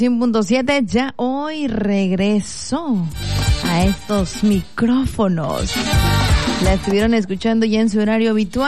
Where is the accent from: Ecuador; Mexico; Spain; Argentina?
Mexico; Tonalá; Para los que somos de Tonalá